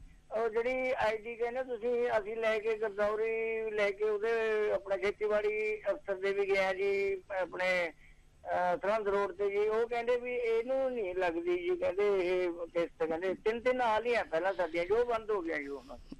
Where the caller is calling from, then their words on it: Vaddian Jala, Punjab, India; ਸਾਡੇ ਮੈਂ ਪਿੰਡ ਵੱਡੀਆਂ ਜਾਲਾ ਤੋਂ … ਬੋਲਦਾ ਜੀ। ਮੇਰੇ ਪਿੰਡ ਦੇ ਵਿੱਚ ਲੀਜ ਦੀ ਜ਼ਮੀਨ ਹੈ ਜੀ